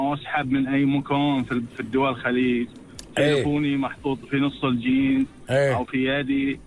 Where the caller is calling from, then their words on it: Bahrain; أنا بحريني